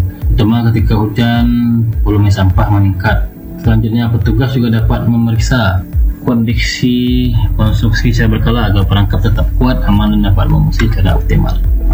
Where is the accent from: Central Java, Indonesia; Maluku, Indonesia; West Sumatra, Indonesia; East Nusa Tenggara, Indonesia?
West Sumatra, Indonesia; Padang; kita sendiri sebagai warga Kota Padang.